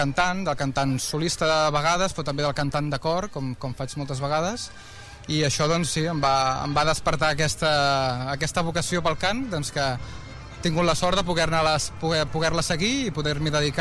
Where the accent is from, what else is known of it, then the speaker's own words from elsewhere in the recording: Sant Andreu de la Barca, Catalonia, Spain; el dia de la Diada, aquí a Sant Andreu, al meu poble.